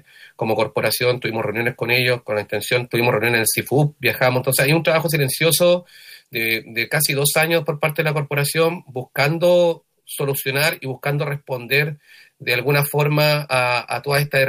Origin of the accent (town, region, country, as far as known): Chile